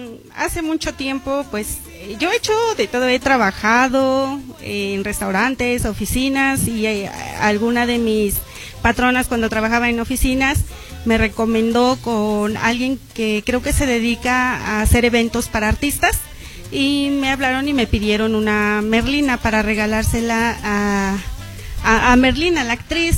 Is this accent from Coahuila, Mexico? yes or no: no; Santiago Mexquititlán, Querétaro, Mexico; soy artesana otomí y vengo de Santiago Mezquititlán, que es la cuna de la muñeca Lele, pertenece al estado de Querétaro, municipio de Amialco.